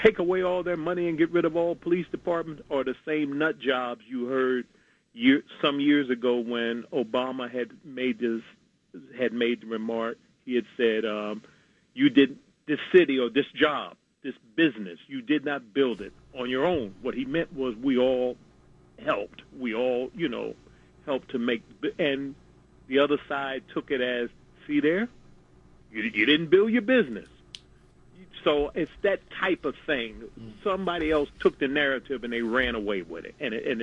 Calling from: New York City, New York, United States

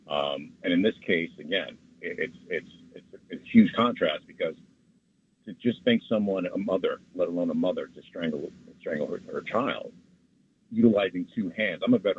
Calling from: White Plains, New York, United States; from White Plains.

